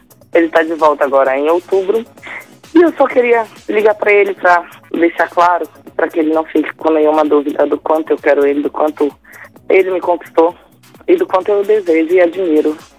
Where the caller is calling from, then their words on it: Manaus, Amazonas, Brazil; O pessoal aqui do interior do Amazonas tem um sotaque assim mais de caboclinho, mais de ribeirinho, aquela coisa assim, pega ali um pouco do Pará também, mas o pessoal aqui da capital mesmo não fala tão assim, né?